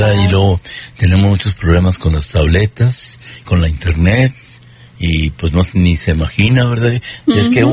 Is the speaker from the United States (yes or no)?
yes; Perryton, Texas, United States; Perrington, Texas, mi pueblo querido